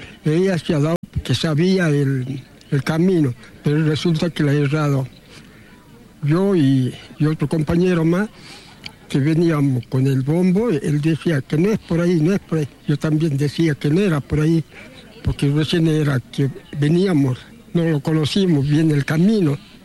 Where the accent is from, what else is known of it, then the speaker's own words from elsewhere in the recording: Molinos, Salta, Argentina; also born or lived in Finca Amaicha, Salta; Soy de Molinos, pero yo nací en Amaicha.